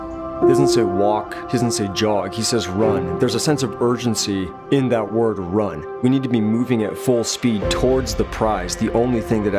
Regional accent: Gallup, New Mexico, United States; I'm from Gallup, New Mexico.

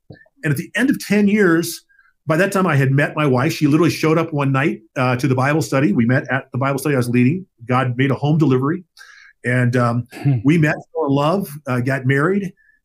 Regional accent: Ventura, California, United States; went home to my hometown in Ventura, California, and wasn't prepared to be home again.

